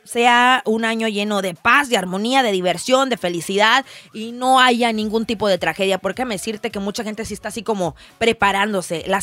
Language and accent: Spanish; Mexico; nosotros como mexicanos.